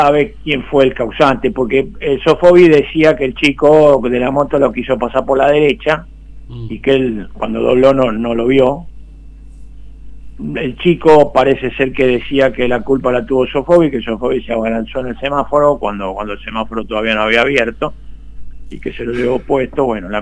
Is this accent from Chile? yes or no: no; Paraguay; moved away; tendría que ir a pasar una vacación a mi pueblo allá a Paraguay